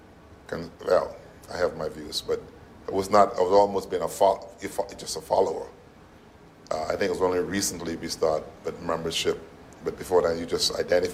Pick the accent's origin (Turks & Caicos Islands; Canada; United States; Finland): Turks & Caicos Islands; Bottle Creek, North Caicos; But I grew up on Alcakis. And, you know, growing up in particular Bottle Creek, I grew up in the Buffalo Church.